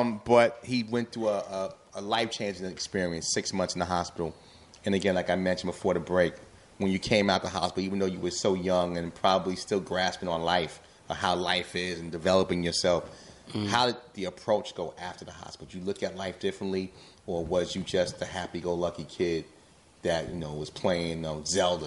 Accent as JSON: {"language": "English", "town": "Brooklyn", "region": "New York", "country": "United States", "tie": "born or raised there", "said": "Even, like, growing up in Brooklyn in the 80s and early 90s, you know, it was kind of gritty."}